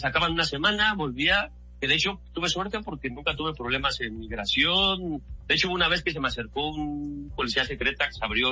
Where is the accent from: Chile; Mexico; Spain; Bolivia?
Mexico; en México, ya sabes, somos mexicanos y buscamos la forma de hacer siempre cosas.